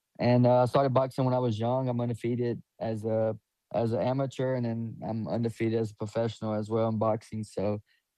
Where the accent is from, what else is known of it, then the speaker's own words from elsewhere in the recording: Pembroke, North Carolina, United States; Yeah, I grew up in Pembroke, North Carolina. It's pretty rough. It's still rough. It's a place where everybody knows everybody, but we have one of the worst crime rates in North Carolina